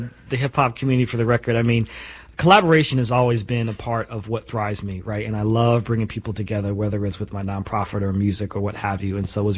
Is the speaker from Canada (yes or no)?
no; Kansas City, Missouri, United States; also born or lived in Brooklyn, New York / Chicago; But I mean, I moved here when I was like 2 years old, you know what I mean? So Kansas City has always been the main aspect of the city that raised me.